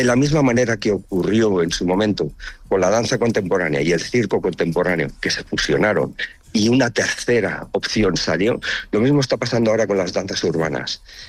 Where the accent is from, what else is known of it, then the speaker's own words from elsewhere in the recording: Tortosa, Catalonia, Spain; born there; Yo, como ciudadano que nací aquí en Tortosa